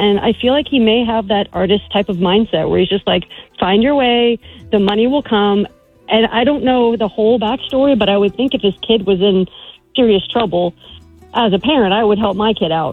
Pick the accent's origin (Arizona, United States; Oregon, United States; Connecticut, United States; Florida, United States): Florida, United States; Bradenton; moved away as an adult; now in Palmetto, United States; Born and raised in Braden Tucky, moved to Palm Ghetto about 20 years ago.